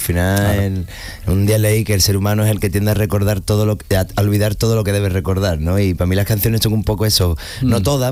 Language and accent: Spanish; Sanlúcar de Barrameda, Andalusia, Spain; en Sanlúcar, mi tierra